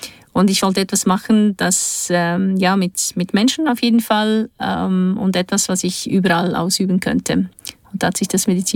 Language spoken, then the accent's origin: German; Bern, Switzerland; born there; first language Turkish; German is a second language; also born or lived in Kahramanmaraş, Turkey; aus wirtschaftlichen Gründen sind meine Eltern ausgereist, haben in die Schweiz migriert. Und wir haben hier unsere Ausbildung gemacht und sind in Bern aufgewachsen.